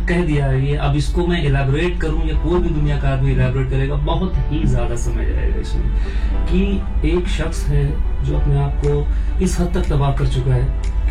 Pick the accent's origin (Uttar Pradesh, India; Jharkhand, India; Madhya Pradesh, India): Uttar Pradesh, India; Lucknow; मैं लखनऊ से हूँ तो मेरी उर्दू थोड़ी अच्छी ग्रिप है उर्दू पे, मगर उतनी भी अच्छी नहीं